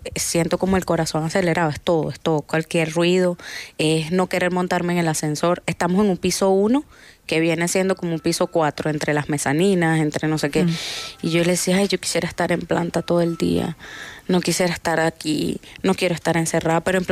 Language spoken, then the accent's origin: Spanish; La Guaira, Venezuela; crecimos en La Guaira, o sea, nacimos ahí y yo... O sea, pasamos la tragedia de Vargas, yo tenía 14 años.